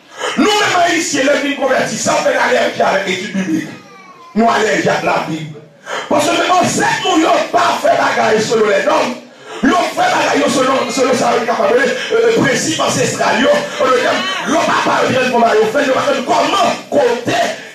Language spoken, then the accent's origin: French; Cap-Haïtien, Nord, Haiti; Vous voyez, je suis du Nord, je suis capois.